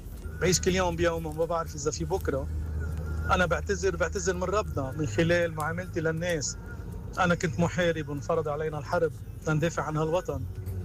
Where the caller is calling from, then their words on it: Amchit, Mount Lebanon, Lebanon; من عمشيت.